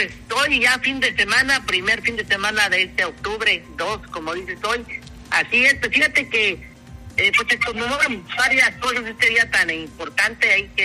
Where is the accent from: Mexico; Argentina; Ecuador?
Mexico; como a mí como mexicano